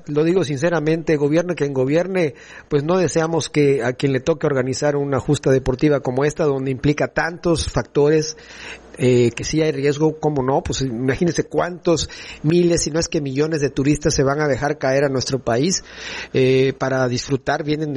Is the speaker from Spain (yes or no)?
no; Mexico; Como mexicanos de bien